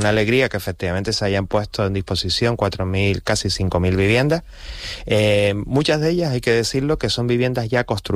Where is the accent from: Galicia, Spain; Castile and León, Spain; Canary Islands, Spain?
Canary Islands, Spain